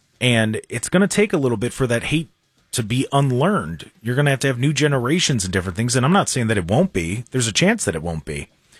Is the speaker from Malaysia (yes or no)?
no; United States; I'm an American, of course.